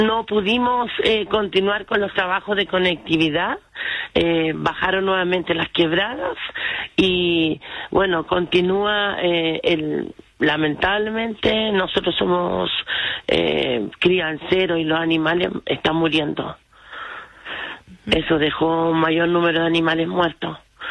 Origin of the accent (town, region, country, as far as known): Quilitapia, Chile